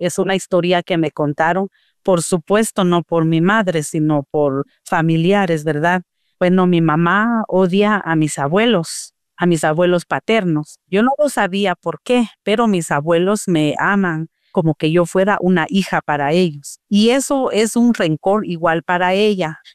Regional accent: Guatemala; soy de Guatemala

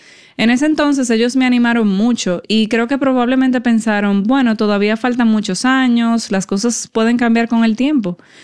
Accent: United States; Como estadounidense, yo sé que tan buena puede ser la vida

